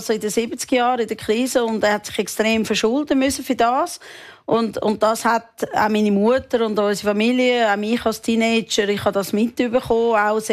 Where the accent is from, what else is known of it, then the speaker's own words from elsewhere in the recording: Meilen, Zurich, Switzerland; Wir sind nicht direkt am See aufgewachsen.